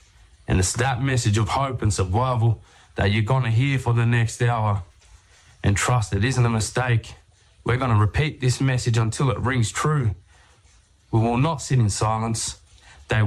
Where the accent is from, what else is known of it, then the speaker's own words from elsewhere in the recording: Nowra, New South Wales, Australia; I'm a proud Yuin man, born and raised in Nowra